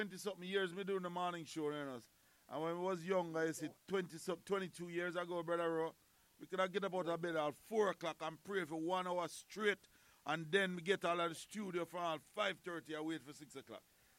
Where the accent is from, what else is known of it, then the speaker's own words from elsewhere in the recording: Kingston, Jamaica; I came from Kingston.